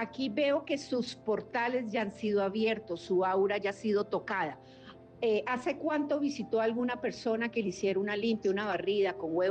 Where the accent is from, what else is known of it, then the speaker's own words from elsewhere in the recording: Mexico; yo soy mexicana